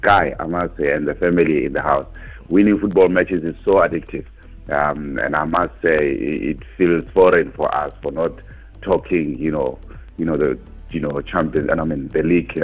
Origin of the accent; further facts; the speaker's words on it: South Africa; I think as South African